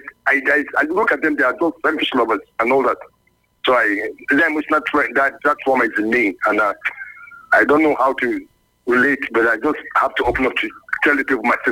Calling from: Edo, Nigeria; I'm calling from Edo State, from Ezeaku Central.

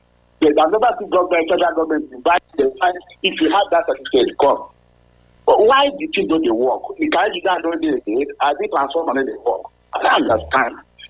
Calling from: Nigeria; I come from Aushi.

